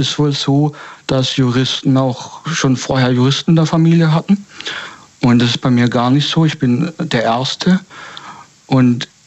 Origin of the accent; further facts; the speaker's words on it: Baden-Württemberg, Germany; ich komme aus der Gegend Stuttgart.